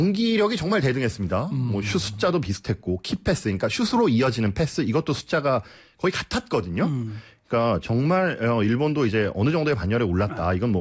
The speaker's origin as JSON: {"language": "Korean", "country": "South Korea", "said": "저는 이제 한국 사람이니까요."}